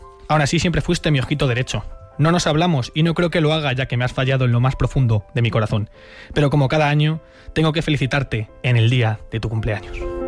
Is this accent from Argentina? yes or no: no; Spain; Sí, además estoy un poco acalorado, ¿no? Como cualquier español en este momento.